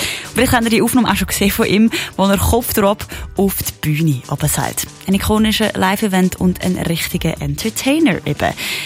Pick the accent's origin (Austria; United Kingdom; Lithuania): United Kingdom; England; German is a second language; now in Switzerland; Und ich als Engländerin kann das bestätigen, weil wenn die ersten Noten von dem … Hit kommen, dann singen alle Engländer